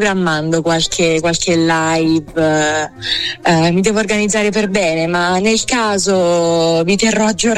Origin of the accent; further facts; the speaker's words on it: Campania, Italy; accent: Neapolitan; mi impegno a parlare in dizione per nascondere il mio accento.